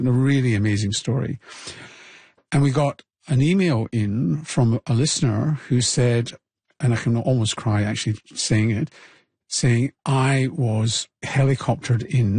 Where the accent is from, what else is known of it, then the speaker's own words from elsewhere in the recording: Scotland, United Kingdom; because I grew up in Scotland.